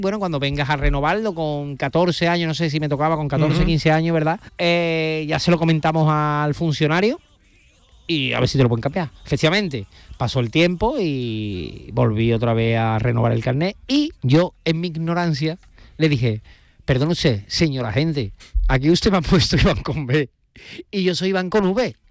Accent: Alcalá de Guadaíra, Andalusia, Spain; also born or lived in Seville; Yo nací en el Virgen del Rocío. Pero bueno, mi residencia está en Alcalá de Guadaira desde pequeño. Soy alcalareño. Sevillano y alcalareño.

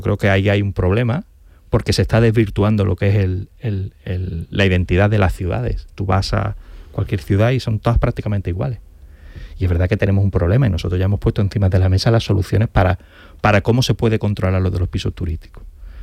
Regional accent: Andalusia, Spain; yo soy gaditano y en la costa de Cádiz hay muchos sitios maravillosos

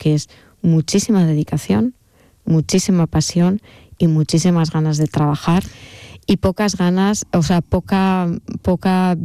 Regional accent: Basque Country, Spain; Y yo, claro, yo soy muy vasca. Yo en el País Vasco somos muy introvertidos

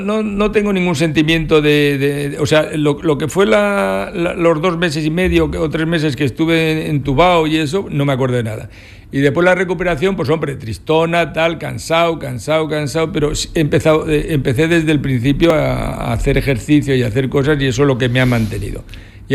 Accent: Aranda de Duero, Castile and León, Spain; en mi pueblo se dice que siempre hay que tener respeto donde naces, después también eres de donde paces, ¿no?

